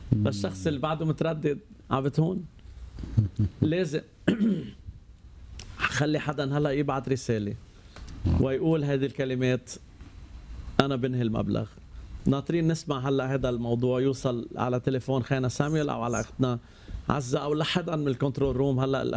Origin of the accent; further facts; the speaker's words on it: Lebanon; نحن لأول مرة كلبنانيين